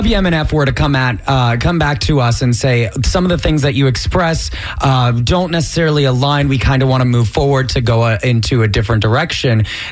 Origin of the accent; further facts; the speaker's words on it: Seminole, United States; We've got Joe over in my hometown of Seminole.